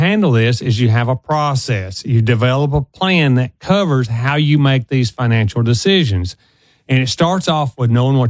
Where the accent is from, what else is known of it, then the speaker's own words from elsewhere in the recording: the South, United States; accent: Southern; And I know I'm from the South and I got a strong accent.